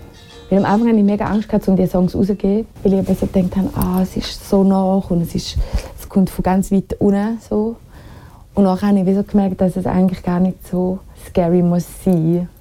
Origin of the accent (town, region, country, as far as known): Grisons, Switzerland; born or raised there; now in Zürich, Switzerland